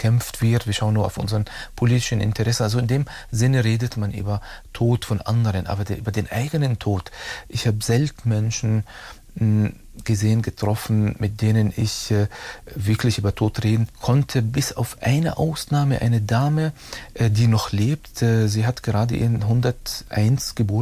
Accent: Germany; ich komme aus Deutschland, ich wusste auch nicht, was ich genau sage, aber meine Eltern sind Palästinenser

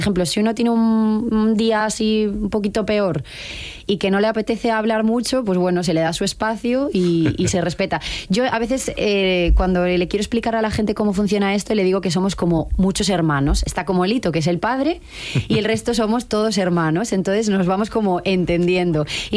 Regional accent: Galicia, Spain; Es cierto que como gallega conozco las verbenas, pero nunca las había conocido desde dentro.

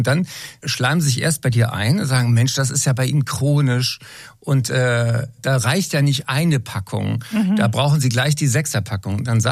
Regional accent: Berlin, Germany; Ich habe eben welche getroffen, zum Beispiel Victoria in Berlin, meine Heimatstadt.

